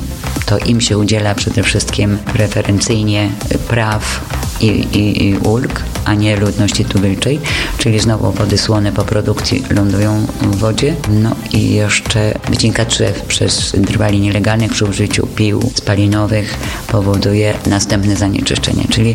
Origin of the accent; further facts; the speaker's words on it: Kraków, Lesser Poland, Poland; moved away as an adult; now in Peru; jestem krakowianką, no i zakopałam się w dżungli amazońskiej w Peru, gdzie mieszkam i pracuję od 43 lat.